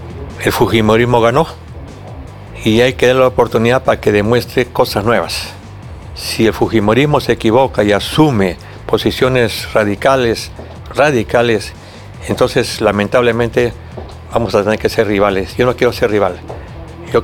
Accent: Lima, Peru; born there; Yo soy nacido en el RIMAC, en la calle Virú 143, Aramba. Altos, a una cuadra de...

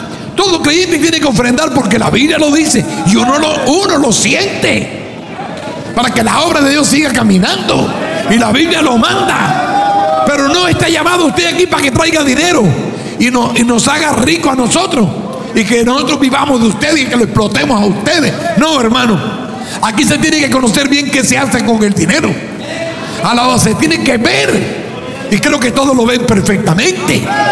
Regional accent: Cuba; moved away

